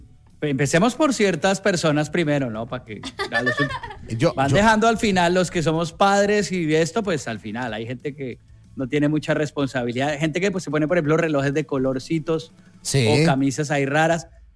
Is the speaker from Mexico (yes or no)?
no; Colombia